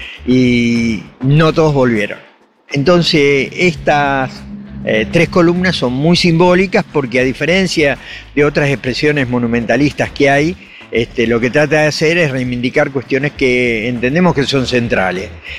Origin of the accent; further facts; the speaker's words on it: Argentina; quienes defienden la Argentina somos todos los argentinos